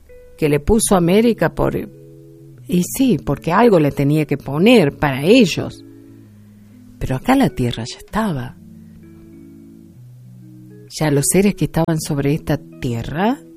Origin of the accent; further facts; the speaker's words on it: Argentina; born there; Yo nací en la Argentina, gente mía. ¿Qué raza voy a tener? Del lugar donde nací.